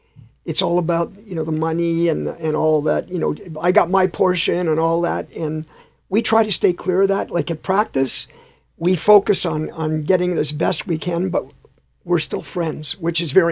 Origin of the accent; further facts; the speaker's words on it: Windsor, Ontario, Canada; moved away as an adult; also born or lived in Detroit, Michigan, United States / Toronto; Like we grew up in the Motor City area, Windsor, Detroit.